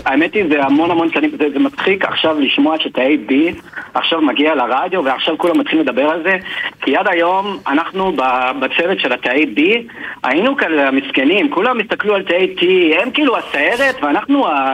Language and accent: Hebrew; Beit Shemesh, Jerusalem District, Israel; אני נולדתי, גדלתי בבית שמש, להורים אמריקאים.